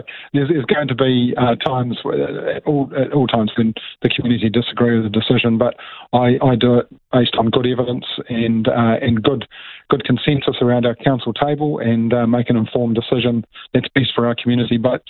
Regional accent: Whanganui, Manawatū-Whanganui, New Zealand; moved away as an adult; also born or lived in Melbourne; I was born here in Whanganui, in the day Neil Armstrong walked on the moon, actually. brought up on a hill country farm.

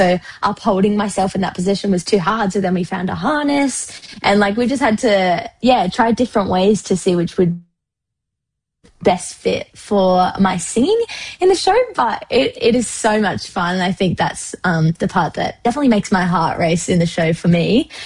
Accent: Australia; I'm from Australia.

